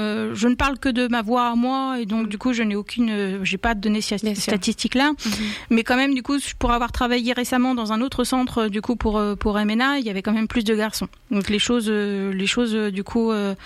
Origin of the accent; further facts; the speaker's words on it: France; born there; La vie a fait que je suis née en France, avec la protection, en effet, que m'offre, ma nationalité.